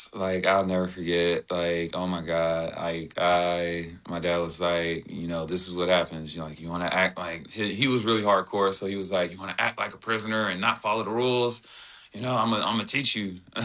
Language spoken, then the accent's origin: English; Houston, Texas, United States; So born and raised Houston, Texas, me and my dad, my mom, my sister, two sisters, one brother, but grew up pretty traditional household